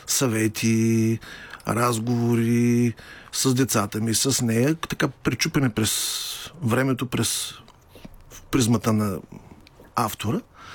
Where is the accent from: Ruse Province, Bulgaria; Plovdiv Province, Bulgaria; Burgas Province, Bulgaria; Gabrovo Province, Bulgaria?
Ruse Province, Bulgaria; Ruse; moved away; В Русе ще бъда след две седмици, родния ми град, където така се вълнувам особено много.